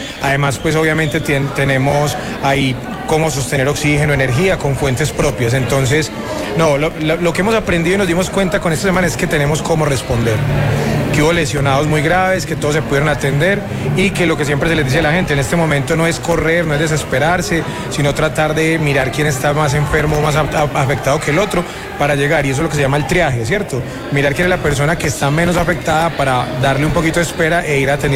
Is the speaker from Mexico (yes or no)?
no; Colombia; Somos todos colombianos